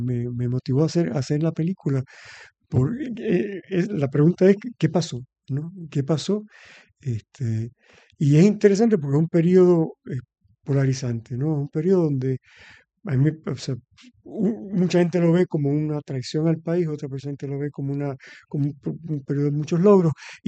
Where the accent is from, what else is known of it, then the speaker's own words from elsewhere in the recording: Aguada, Puerto Rico; yo creciendo en Aguada